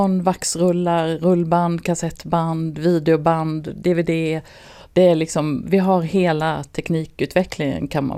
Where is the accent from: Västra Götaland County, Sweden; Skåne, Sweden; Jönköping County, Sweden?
Jönköping County, Sweden; Nässjö; Ja, men jag kommer ursprungligen från Nässjö i Småland.